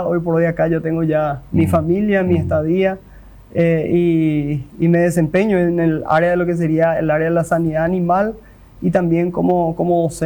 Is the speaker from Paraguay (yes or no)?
yes; Concepción, Paraguay; moved away as an adult; now in Filadelfia, Paraguay; yo soy oriundo de Concepción, esa es mi ciudad natal, pero desde hace 11 años que estoy radicado acá en el Chaco, acá en Filadelfia